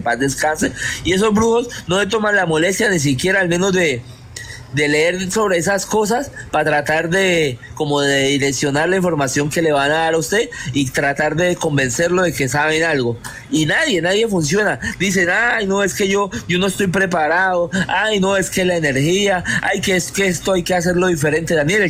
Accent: Buenaventura, Valle del Cauca, Colombia; yo soy de Buenaventura

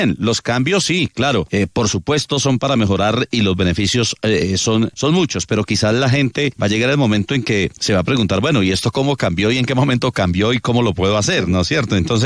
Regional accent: Colombia; nosotros como colombianos, de los hijos nuestros, de los hijos de nuestra tierra, de este país

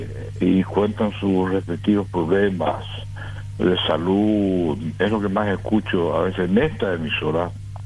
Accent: Ypacaraí, Central, Paraguay; me estoy yendo a Ciudad del Este, de mi ciudad natal, es Ipacaraí

